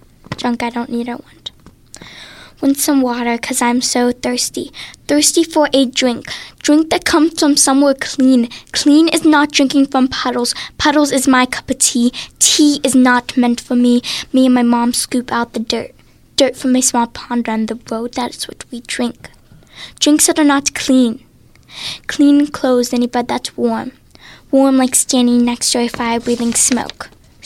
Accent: Pittsburgh, Pennsylvania, United States; I'm from the north side.

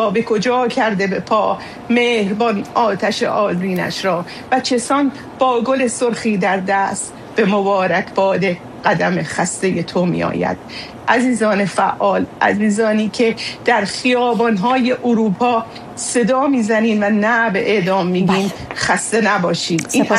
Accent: Iran; born there; moved away; در کشوری که زادگاهمون بود، در کشوری که دوستش میداشتیم

